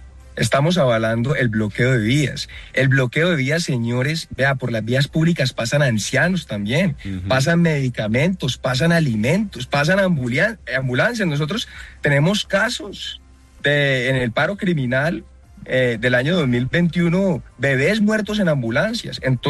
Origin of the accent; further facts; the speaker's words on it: Cali, Valle del Cauca, Colombia; porque además yo soy de Cali